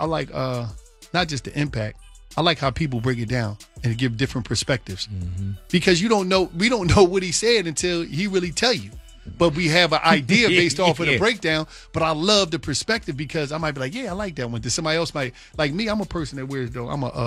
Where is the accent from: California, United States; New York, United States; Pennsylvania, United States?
Pennsylvania, United States; Philadelphia; I'm from Philly